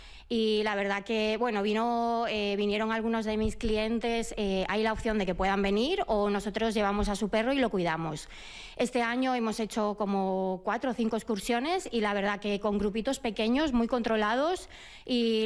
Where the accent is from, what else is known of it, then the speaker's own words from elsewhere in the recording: Galicia, Spain; Ya nací en una casa donde teníamos muchos animales. Yo soy gallega y hemos tenido siempre pues gallinas, ovejas, gatos, perros, muchos